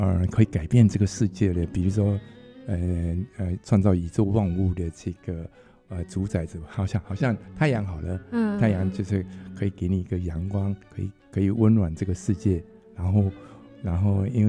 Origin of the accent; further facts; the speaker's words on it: Myanmar; 我是从缅甸来的。